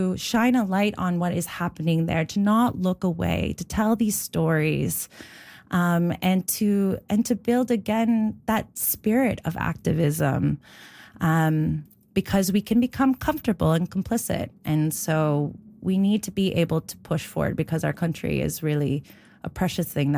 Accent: Dartmouth, Nova Scotia, Canada; Growing up in Nova Scotia, in Dartmouth, as part of the diaspora, I was always raised to be a very proud Filipino by my parents. Even though I had very little understanding of what the Philippines was like, I never grew up there. And so I didn't even know the language

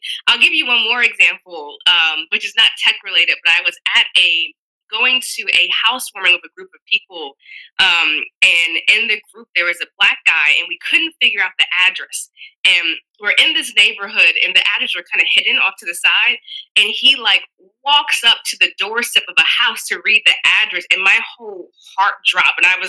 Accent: the South, United States; now in Silicon Valley, United States; growing up in the South

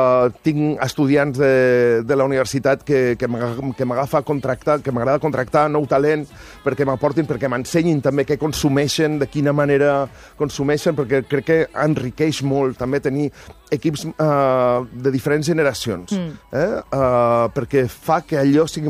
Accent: Móra d'Ebre, Catalonia, Spain; now in Barcelona, Spain; Sí, sóc molt de Mora, sóc molt de poble, encara que faci molts anys que vinc a Barcelona. Barcelona m'encanta, però sempre seré de Mora

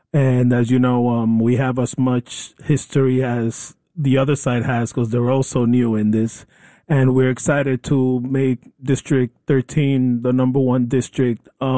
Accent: New York, United States; as a New Yorker

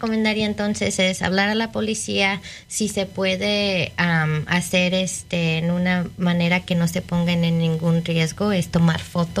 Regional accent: Mexico City, Mexico; born there; yo nací, uh-huh, en la Ciudad de México.

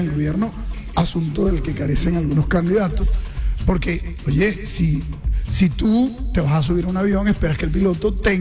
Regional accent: Santa Marta, Magdalena, Colombia; moved away as an adult; also born or lived in Aracataca / Bogotá; yo nací en Aracataca, pero soy criado en Santa Marta. Y para resumir la cosa, vengo de una familia de gente trabajadora.

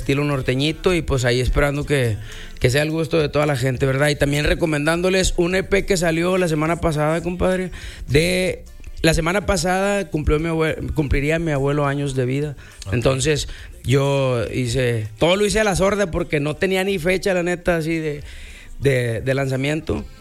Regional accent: Reynosa, Tamaulipas, Mexico; now in Mission, Texas, United States; De Reynosa, Tamaulipas, compadre. De Reynosa, Tamaulipas.

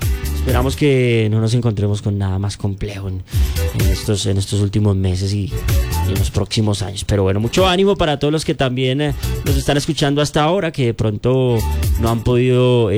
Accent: Colombia

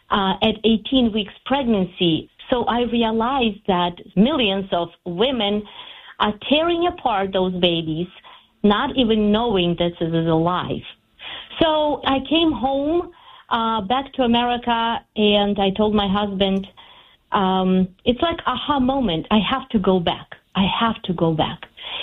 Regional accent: Ukraine; English is a second language; moved away; After he passed away, I went to Ukraine, to my home country, and I believe it was not accidentally.

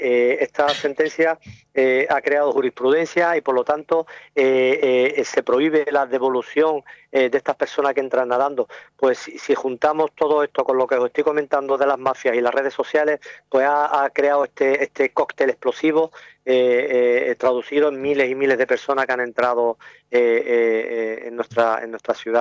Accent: Ceuta, Spain; yo soy de aquí de Ceuta

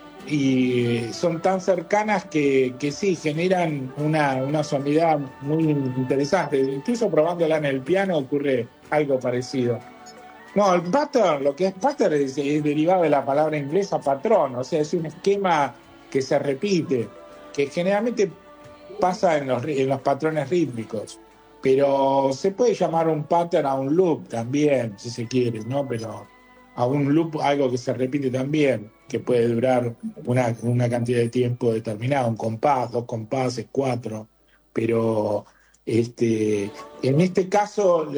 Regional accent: Caseros, Buenos Aires Province, Argentina; Mirá que yo viví en Caseros. Yo me crié en Caseros.

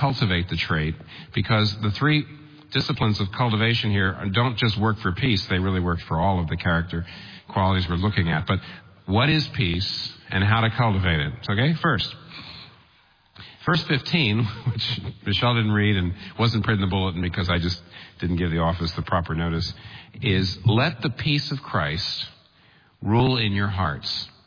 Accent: Pennsylvania, United States; I'm from Pennsylvania.

